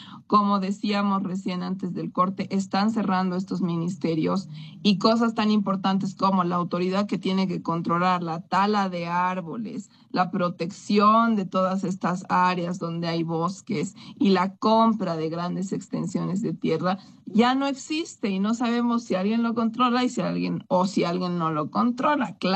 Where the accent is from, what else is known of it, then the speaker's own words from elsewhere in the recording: Bolivia; como bolivianos y bolivianas